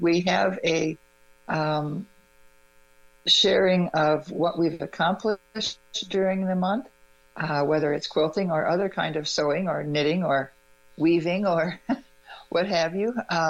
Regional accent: Illinois, United States; I'm from Illinois.

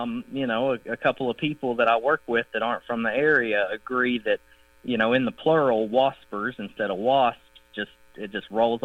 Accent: United States; When I was growing up in Pulaski County, wasper was, I didn't realize it

